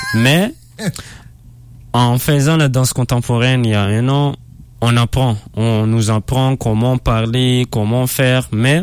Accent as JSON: {"language": "French", "region": "Diana", "country": "Madagascar", "second_language": "French", "said": "En fait, je viens du nord de Madagascar, oui."}